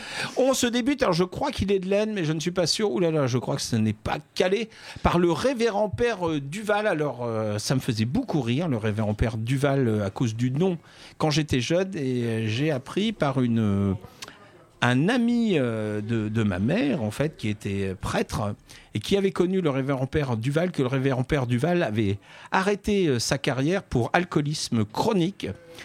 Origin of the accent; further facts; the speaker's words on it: Grand Est, France; En tout cas, nous sommes du même monde, puisque nous sommes du Grand Est.